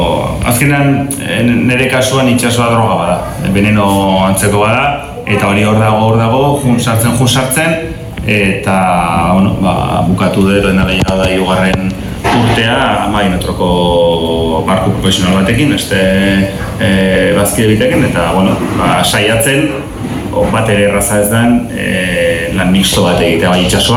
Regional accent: San Sebastián, Basque Country, Spain; nik egia Donostiko naiz, aldezarrekoa, hemen go ikastolan ikasia

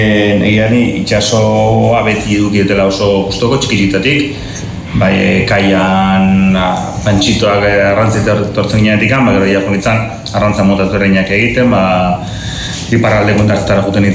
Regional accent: San Sebastián, Basque Country, Spain; nik egia Donostiko naiz, aldezarrekoa, hemen go ikastolan ikasia

